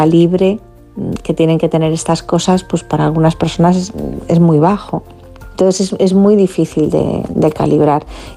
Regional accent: Galicia, Spain

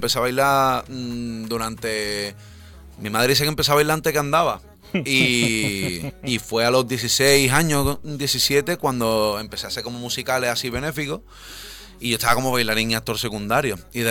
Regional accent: Cádiz, Andalusia, Spain; Yo soy el tío más orgulloso del mundo de ser aquí de Cádiz.

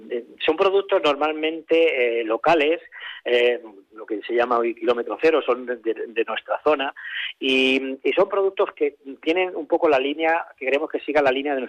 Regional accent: Segovia, Castile and León, Spain; ya no solamente somos la gente de Segovia

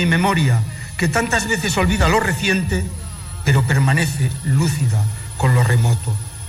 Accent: Logroño, La Rioja, Spain; No nací en Logroño, pero esta es la tierra que quiero, la que siempre he elegido cuando la vida me ha puesto a prueba. Me gusta pasear e identificar los espacios de mi niñez

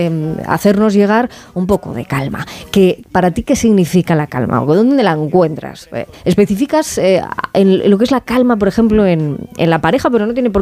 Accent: Málaga, Andalusia, Spain; cerquita, soy de Málaga

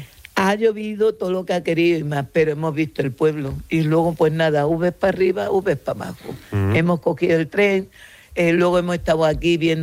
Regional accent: Andalusia, Spain; now in Madrid, Spain; Es que lo habré dicho, porque yo soy andaluza.

